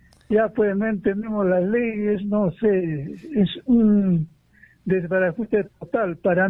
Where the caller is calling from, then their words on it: Peru; de la Capilla.